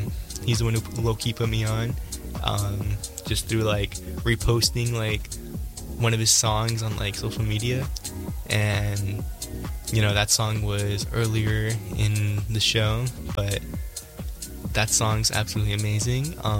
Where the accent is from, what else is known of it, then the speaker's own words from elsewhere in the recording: United States; due to me being Mexican American, I grew up to a lot of like I guess like Spanish like rock songs due to my parents, you know.